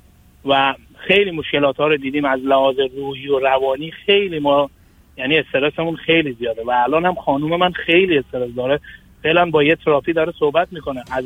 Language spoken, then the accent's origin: Persian; Afghanistan; also born or lived in Iran; مثلا من یه سال دو ساله بودم ایران زندگی کردم، وقتی برگشتم افغانستان 15 سالم بود.